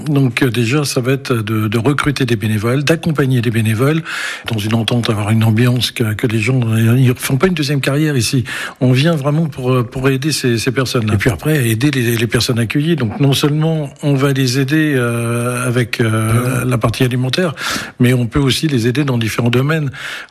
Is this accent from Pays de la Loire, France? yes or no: yes; Le Mans, Pays de la Loire, France; born there; j'ai 66 ans, je suis né au Mans